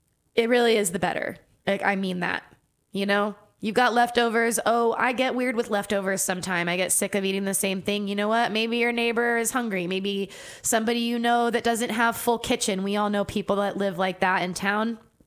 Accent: Santa Fe, New Mexico, United States; in my hometown

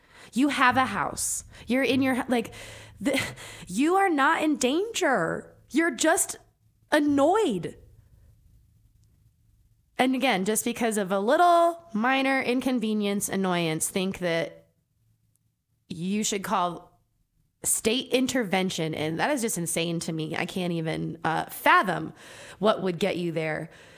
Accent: Santa Fe, New Mexico, United States; growing up in Santa Fe.

